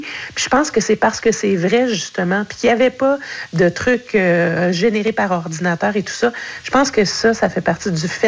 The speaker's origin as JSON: {"language": "French", "region": "Quebec", "country": "Canada", "said": "Chez nous, en Mangani"}